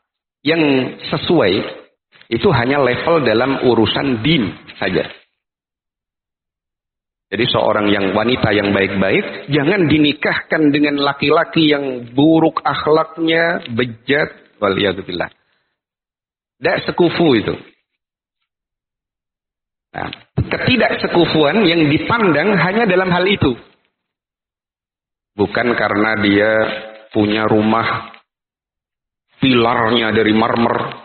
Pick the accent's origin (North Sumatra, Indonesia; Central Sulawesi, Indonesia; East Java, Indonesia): North Sumatra, Indonesia; Medan; berarti tidak boleh bagi kita orang Medan nikah sama orang Arab.